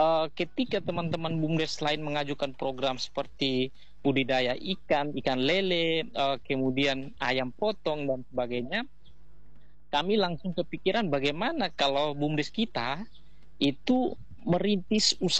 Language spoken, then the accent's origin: Indonesian; East Nusa Tenggara, Indonesia; Saya berasal dari Desa Leungklot, Kecamatan Weliman, Kabupaten Malaka